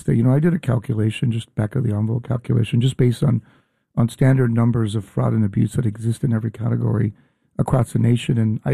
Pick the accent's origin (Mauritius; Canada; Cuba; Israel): Cuba; now in New York, United States; I'm a poor kid from Cuba. My dad washed dishes and my mom cleaned houses.